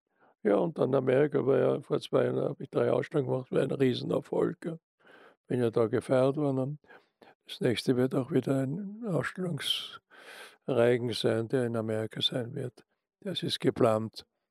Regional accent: Austria; Also, das ist mein Heimatland und ich bin natürlich Mitteleuropäer, das ist klar.

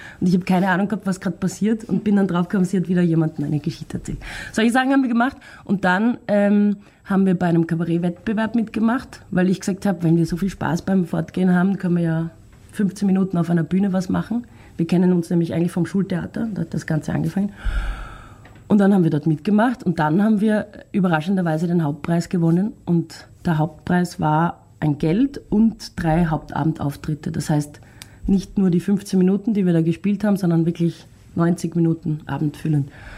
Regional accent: Graz, Styria, Austria; moved away as an adult; now in Vienna, Austria; Und dann sind wir beide aus Graz, und wir sind nach dem Bachelor beide nach Wien gezogen.

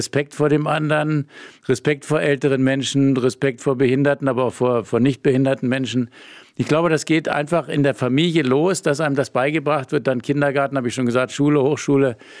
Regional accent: Germany; now in Austria; ich bin auch ein Ausländer als Deutscher in Österreich

